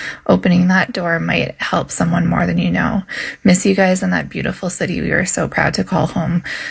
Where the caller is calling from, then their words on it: Alberta, Canada; from Alberta, Canada calling.